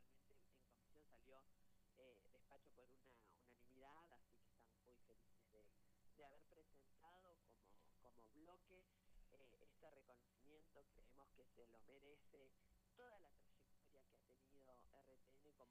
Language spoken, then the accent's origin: Spanish; Cutral Có, Neuquén, Argentina; yo específicamente soy de Cutralcó